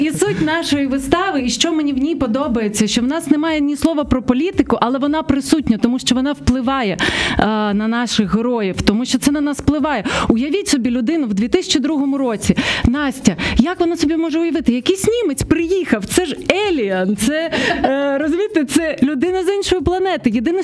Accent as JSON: {"language": "Ukrainian", "town": "Mariupol", "region": "Donetsk Oblast", "country": "Ukraine", "tie": "born or raised there", "said": "Я родом з Маріуполя, і мені здається, що я вірю в те, що людину створюють ландшафти. І, звісно, на нас впливає і те, що я виросла на морі"}